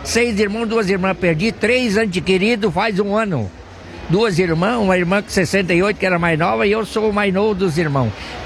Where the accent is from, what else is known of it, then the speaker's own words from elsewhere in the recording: Rio Grande do Sul, Brazil; first language German; Portuguese is a second language; now in Novo Hamburgo, Brazil; sou natural de Travessão dos Irmãos, moro agora em Novo Hamburgo